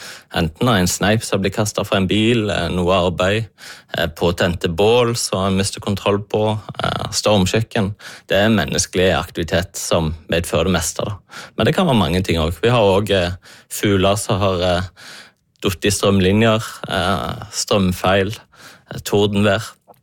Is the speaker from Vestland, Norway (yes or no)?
yes; Øygarden, Vestland, Norway; Så du ser spesielt ut i Øygarden der jeg er fra, da, så ser du at lyngen ser veldig brun og grå ut i forhold til hva den pleier gjennom.